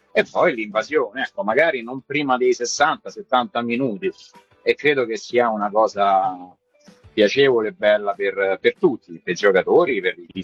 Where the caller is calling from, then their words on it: central Italy, Italy; per me che vengo dal centro d'Italia